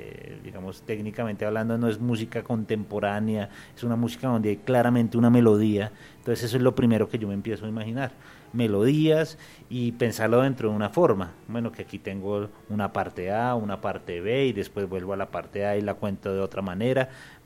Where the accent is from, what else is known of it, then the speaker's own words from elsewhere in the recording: Colombia; a mi país, soy colombiano, hago bambucos